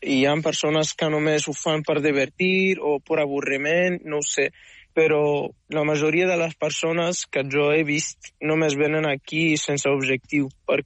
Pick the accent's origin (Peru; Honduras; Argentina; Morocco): Morocco; now in Spain; Com a emigrant marroquí, sí, sincerament.